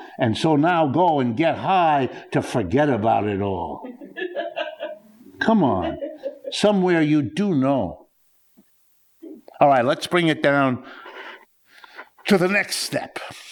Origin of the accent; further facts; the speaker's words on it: United States; I'm an American.